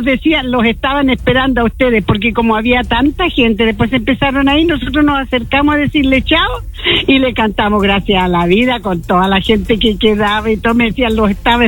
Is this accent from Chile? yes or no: yes; Chile; todos somos chilenos.